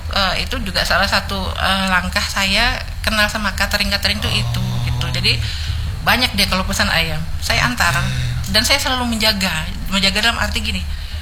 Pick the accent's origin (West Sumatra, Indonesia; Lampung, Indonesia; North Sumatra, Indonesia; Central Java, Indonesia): North Sumatra, Indonesia; Kita orang Batak kan.